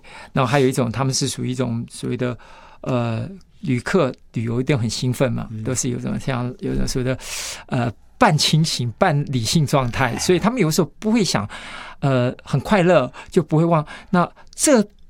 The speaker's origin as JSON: {"language": "Chinese", "country": "Taiwan", "said": "但是呢这个酒呢还一样在他的这个酒呢是有情感的，是我们台湾人，"}